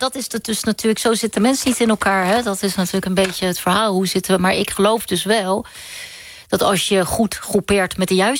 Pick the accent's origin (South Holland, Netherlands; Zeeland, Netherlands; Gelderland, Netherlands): South Holland, Netherlands; The Hague; Ja, en daarna zei ik altijd, ik ben geen Nederlander, maar wel een Hagenees. Dus ik heb wel verschillende invloeden en verschillende identiteiten.